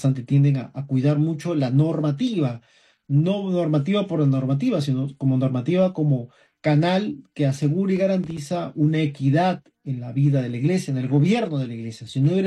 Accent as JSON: {"language": "Spanish", "country": "Peru", "said": "cómo pensamos los peruanos"}